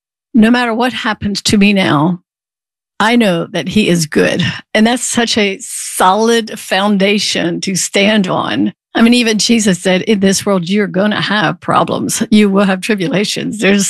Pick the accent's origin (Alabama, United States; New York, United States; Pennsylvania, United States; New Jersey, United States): Pennsylvania, United States; Lancaster County; I grew up in Lancaster County, where you live in the city of Lancaster, I understand, and grew up on a farm, Amish farm.